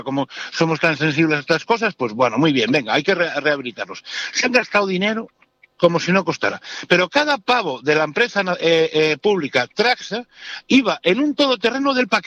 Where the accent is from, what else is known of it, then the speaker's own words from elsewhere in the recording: Spain; A mí, como español, me da vergüenza.